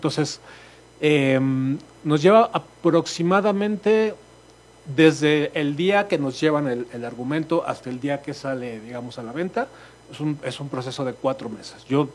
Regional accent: Mexico; En el caso, somos un equipo de trabajo que vale la pena mencionarlo también. Somos mexicanos.

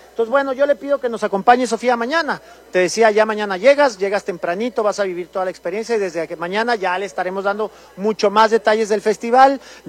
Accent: Chihuahua, Mexico; yo le digo apapachoa porque soy de Chihuahua, ajá

